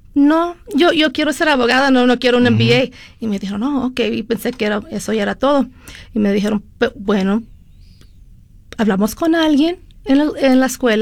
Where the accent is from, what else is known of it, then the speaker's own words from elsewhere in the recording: Mexico; now in Utah, United States; No, yo soy católica, mexicana, no sabía nada de Utah.